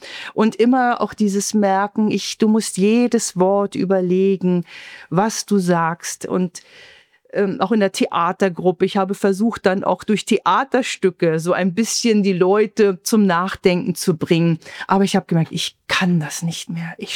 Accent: Germany; moved away as an adult; Ich als Deutsche kann sagen, tschüss, ich gehe nach Deutschland.

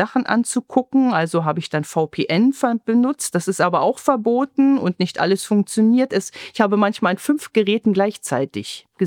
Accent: Germany; moved away as an adult; Ich als Deutsche kann sagen, tschüss, ich gehe nach Deutschland.

